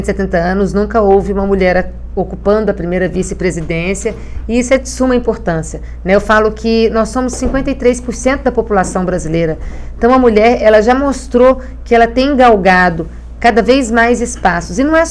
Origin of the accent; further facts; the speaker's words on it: Brasília, Federal District, Brazil; moved away; Eu venho de Brasília, moro aqui há 23 anos.